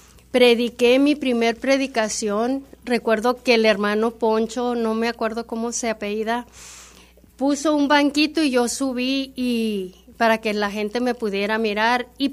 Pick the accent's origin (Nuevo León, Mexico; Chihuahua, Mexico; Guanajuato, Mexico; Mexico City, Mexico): Chihuahua, Mexico; Ciudad Juárez; also born or lived in Nuevo Casas Grandes, Chihuahua / El Largo Maderal, Chihuahua; Allí nací y me crié en Juárez. Me crié en Juárez